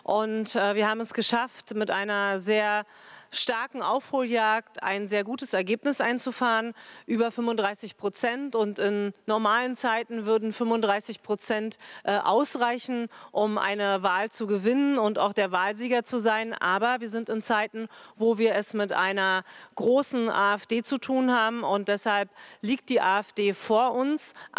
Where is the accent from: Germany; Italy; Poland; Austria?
Germany; Schwerin, Mecklenburg-Vorpommern; Ich denke, die Bürgerinnen und Bürger in meiner Heimatstadt Schwerin haben mit 54% für Manuela Schwesig